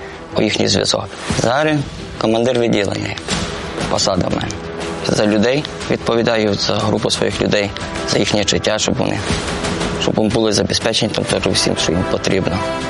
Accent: Zastavna, Chernivtsi Oblast, Ukraine; Сам з Чернівецької області, місто Заставна.

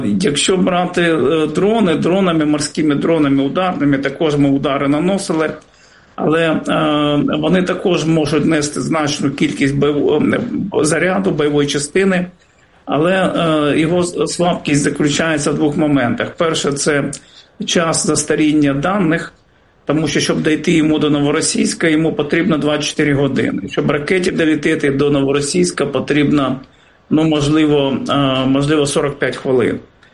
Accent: Sevastopol, Ukraine; я сам з Севастополя

